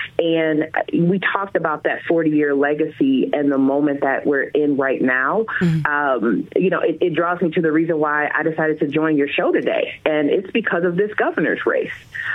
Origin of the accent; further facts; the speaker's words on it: Lansing, Michigan, United States; Born and raised in Lansing on the south side, graduated from Everett.